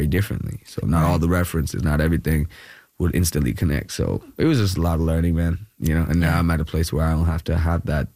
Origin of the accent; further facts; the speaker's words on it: Kerala, India; now in Bangalore, India; So I'm from Kerala, but I actually moved to Bangalore.